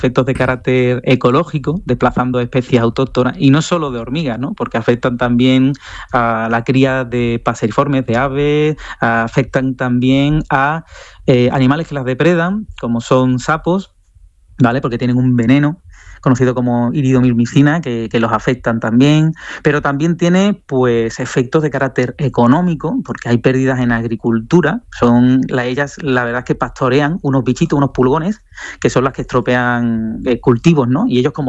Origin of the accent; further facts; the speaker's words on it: Sanlúcar de Barrameda, Andalusia, Spain; nos vamos a Jerez de la Frontera o a Sanlúcar, de donde soy yo